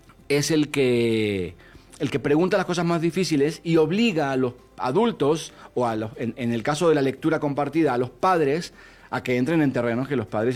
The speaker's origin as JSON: {"language": "Spanish", "country": "Argentina"}